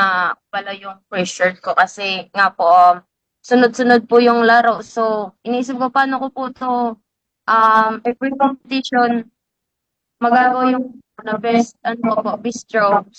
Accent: Bicol Region, Philippines; Taga Masbate province po.

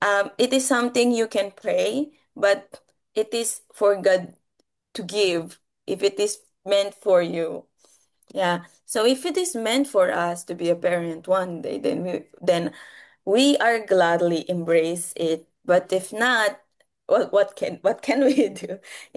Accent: Philippines; first language Filipino; English is a second language; When I am child, I already learn easily my mother tongue, of course, because it's Filipino. I grow with the Filipino people, like Filipino family who speaks Filipino. And like at this moment, once I move in the Netherlands, I have to learn their language

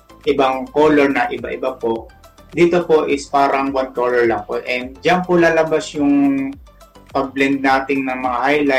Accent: Eastern Visayas, Philippines; I'm from Samar pa po eh.

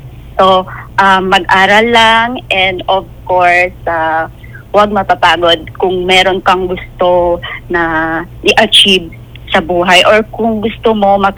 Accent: Bangsamoro, Philippines; Kasi po, taga doon po ako. I'm a Tausug po.

